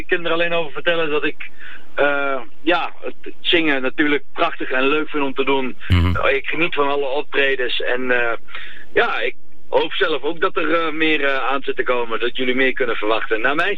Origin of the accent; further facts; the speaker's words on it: Kampen, Overijssel, Netherlands; Ik ben 23 jaar. Ik kom uit Kampen